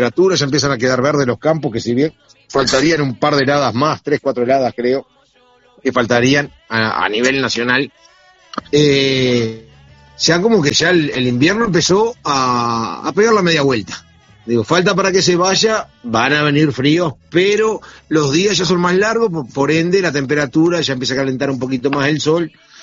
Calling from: Soca, Canelones, Uruguay; me encanta ir a buscar zarzamora ahí en mi pueblo, en la zona de Soca

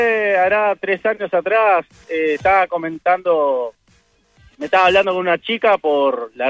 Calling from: Montevideo, Uruguay; Yo soy de Montevideo

